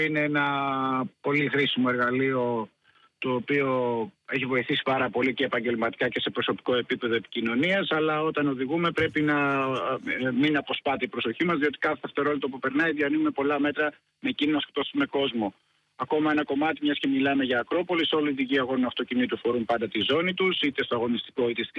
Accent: Greece

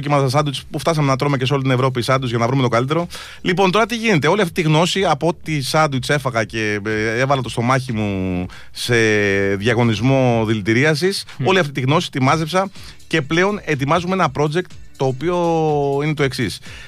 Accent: Aigio, West Greece, Greece; born there; moved away; επειδή με βλέπετε που κατεβαίνω στην πατρίδα μου στο Αίγιο κάτω, και με ρωτάτε

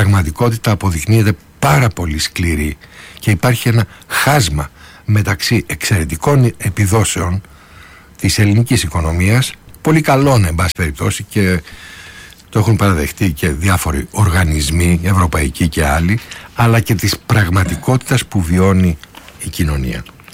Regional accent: Western Greece, Greece; η καταγωγή σας είναι από κάτω, από την πατρίδα μου δηλαδή

